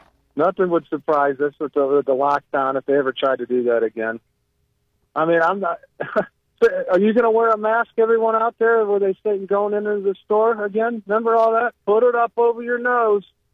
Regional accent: Ohio, United States; I grew up in Lake Erie.

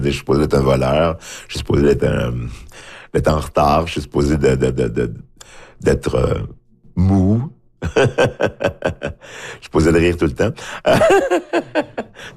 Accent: Haiti; Je dis, oui, je viens d'Haïti, mais je suis en Haïti, mais qu'est-ce que ça veut dire?

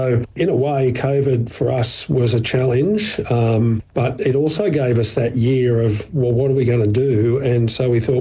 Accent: Sydney, New South Wales, Australia; I grew up on Sydney's northern beaches back in the, when I was young, back in the 80s, the pub rock days.

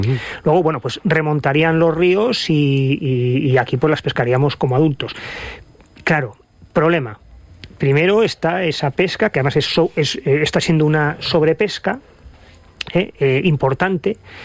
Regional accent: Gijón, Asturias, Spain; en Gijón, que es de donde soy, ¿no? En la zona de costa.

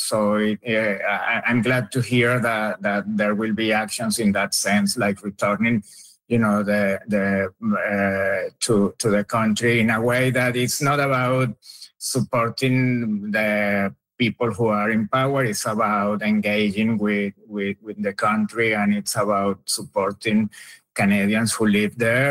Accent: Caracas, Capital District, Venezuela; English is a second language; They are in Caracas. I'm originally from Caracas.

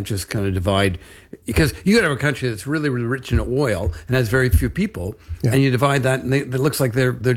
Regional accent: Canada; talk about being Canadian. And I think more and more of us are beginning to do that because we realize that this is a time for it.

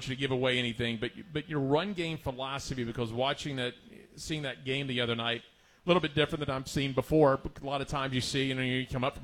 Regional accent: the South, United States; we're from the South

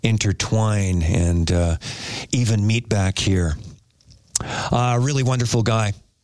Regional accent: Toronto, Ontario, Canada; my formative years growing up in Scarborough

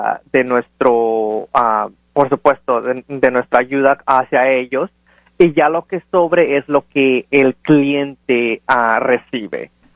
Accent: Lázaro Cárdenas, Michoacán, Mexico; Yo soy de Lázaro Cárdenas, Michoacán.

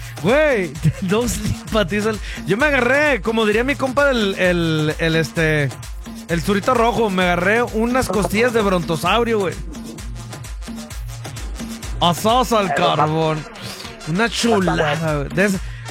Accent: Mexico; De aquí soy, porque soy cavernícola, pero soy cavernícola mexicano.

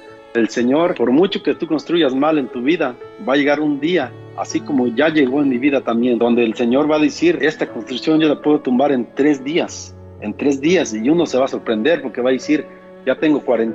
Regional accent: San Luis Potosí, Mexico; Yo soy de San Luis Potosí, de allá de un ranchito de la sierra. Allá, digamos que entre las piedras vivo yo, mis hermanos. Así que ya se imaginarán, pues, una persona que está allá, que viene de ranchos sin estudios

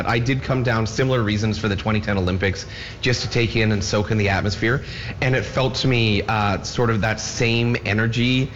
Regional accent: Prince George, British Columbia, Canada; I grew up playing soccer in Prince George with the Youth Soccer Association, high school, all of that.

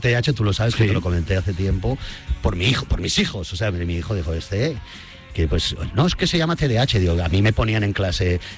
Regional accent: Benetússer, Valencian Community, Spain; Chaplin, en Benetús, en mi pueblo. Aquí doy un saludo a todos mis paisanos, que tuvimos la mala fortuna de que nos pasó la dana ahí, que nos arrasó.

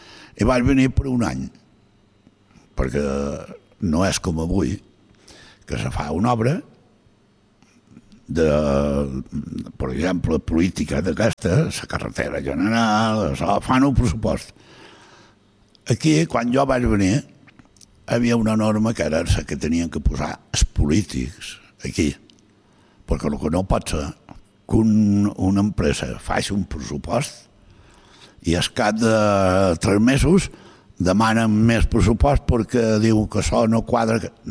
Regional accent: Galicia, Spain; moved away as an adult; now in Mallorca, Spain; jo la mà la vaig veure per primera vegada quan vaig venir aquí, perquè jo som del centre de Galícia. I clar, no teníem mar

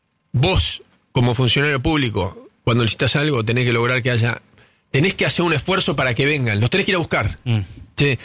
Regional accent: Argentina; era un desafío enorme que teníamos como argentinos

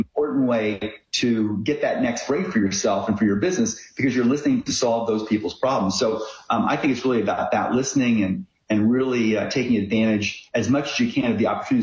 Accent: Indiana, United States; Yeah, I grew up in southern Indiana in a very small town of about 100 people.

